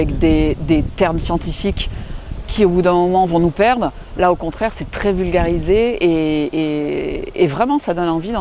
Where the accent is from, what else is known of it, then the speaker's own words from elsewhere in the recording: Auvergne-Rhône-Alpes, France; donc moi je viens de la Drôme et je suis venue passer le week-end chez mon amie Jamila.